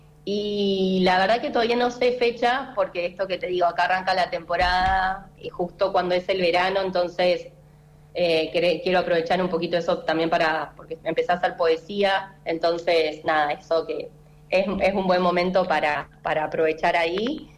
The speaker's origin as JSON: {"language": "Spanish", "region": "Chubut", "country": "Argentina", "said": "Pero soy de Chubut, entonces les tengo que explicar que es un estado, que está al sur de la Patagonia, que tenemos mar y montaña"}